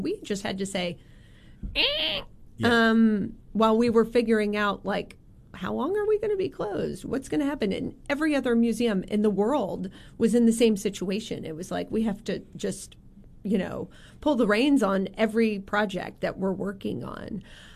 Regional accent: Memphis, Tennessee, United States; I am from Memphis.

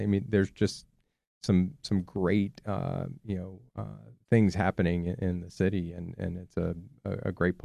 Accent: Long Island, New York, United States; now in Memphis, United States; I grew up in Long Island, New York

